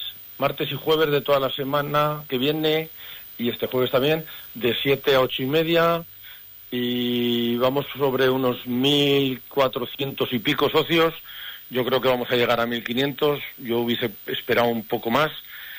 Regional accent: Teruel, Aragon, Spain; yo también soy de la provincia de Teruel, yo soy de Teruel, ¿eh?

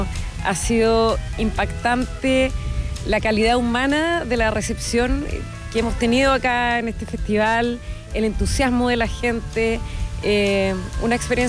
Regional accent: Chile; pero sin negar qué es lo que somos y de dónde somos, que somos chilenos y somos blueseros.

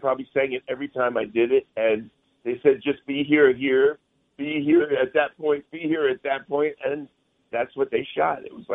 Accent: Bayonne, New Jersey, United States; now in New York City, United States; I'm from Bayonne, New Jersey. I mean, I'm living in New York City.

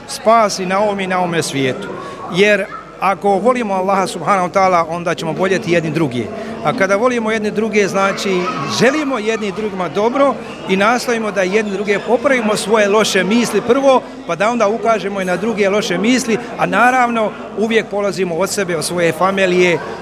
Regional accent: Bosnia & Herzegovina; now in Sydney, Australia; mjesto gdje ćemo mi kao Bosanci, Hercegovci dokazati svoju pripadnost državi

